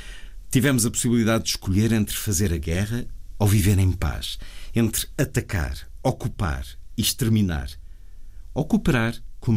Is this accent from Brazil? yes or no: no; Portugal; portugueses. E isto somos nós